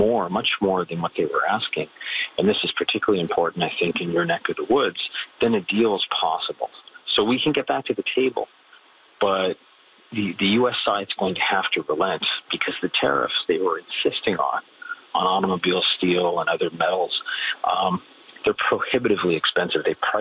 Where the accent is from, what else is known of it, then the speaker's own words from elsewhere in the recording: Canada; because I'm Canadian and out of anything and out of any patriotic feeling